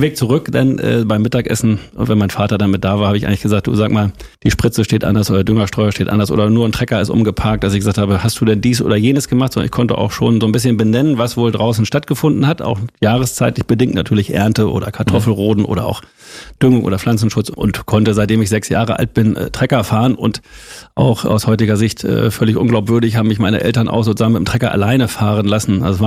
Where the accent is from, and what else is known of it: Holthusen, Lower Saxony, Germany; born or raised there